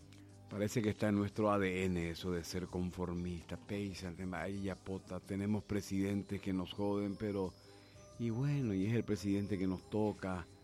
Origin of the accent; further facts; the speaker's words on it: Paraguay; Somos conformistas los paraguayos.